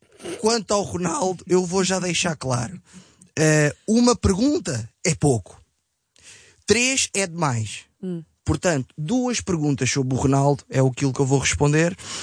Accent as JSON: {"language": "Portuguese", "town": "Amadora", "region": "Lisbon", "country": "Portugal", "said": "Mas tu sabes de onde é que eu sou? Eu sou da Amadora 2740."}